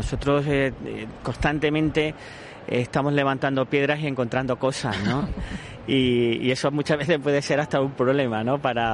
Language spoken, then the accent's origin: Spanish; Ceuta, Spain